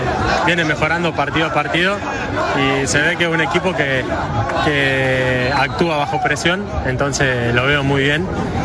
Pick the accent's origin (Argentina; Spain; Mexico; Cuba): Argentina; General Pico, La Pampa; De La Pampa, de General Pico.